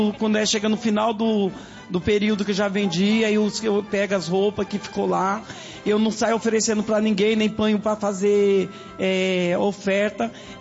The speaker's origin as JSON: {"language": "Portuguese", "region": "São Paulo", "country": "Brazil", "said": "Eu venho lá do Capão Redondo."}